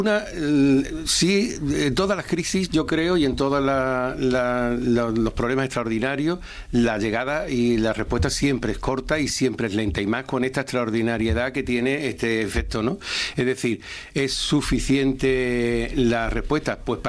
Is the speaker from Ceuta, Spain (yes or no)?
yes; Ceuta, Spain; somos parte de la ciudadanía de Ceuta, somos socialistas y ceutíes, y esas dos cosas no son incompatibles